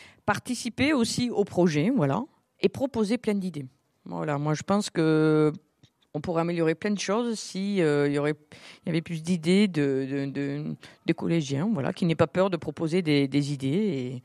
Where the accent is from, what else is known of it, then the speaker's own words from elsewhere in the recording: Southern France, France; accent: southern (accent du Sud); Je travaille un peu plus mon anglais, voilà. Alors, ça fait rire tout le monde avec mon petit accent du Sud.